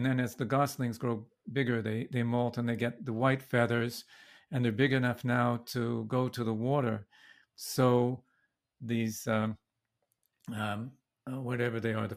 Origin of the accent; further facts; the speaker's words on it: Vancouver, British Columbia, Canada; So, yes, I was born in Vancouver. My mother came there from Bangalore. Her family had gone to India from Baghdad when the British left